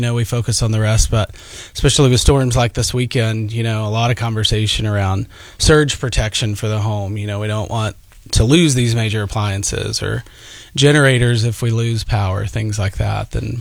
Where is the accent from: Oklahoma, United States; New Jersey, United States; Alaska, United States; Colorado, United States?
Oklahoma, United States; moved away; I grew up in Oklahoma